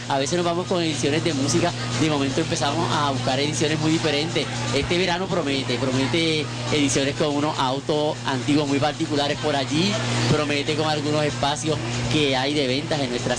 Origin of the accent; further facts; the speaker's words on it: San Germán, Puerto Rico; nuestra ciudad de San Germán